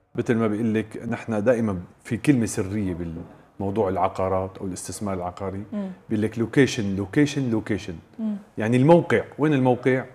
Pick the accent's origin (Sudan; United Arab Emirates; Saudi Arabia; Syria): Syria; أنا لما نحكي كسوري